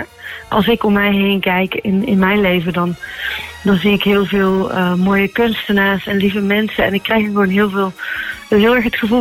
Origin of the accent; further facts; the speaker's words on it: Eindhoven, North Brabant, Netherlands; accent: soft G; Ik woon in Eindhoven. Dan kom ik uit Eindhoven. Dat is wel te horen, ja, inderdaad.